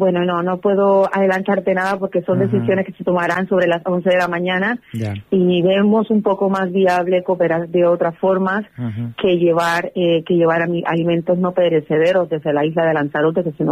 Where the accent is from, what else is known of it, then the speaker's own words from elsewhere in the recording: Cartagena, Bolívar, Colombia; Yo soy de Cartagena de Indias, inmediatamente llamé a mi madre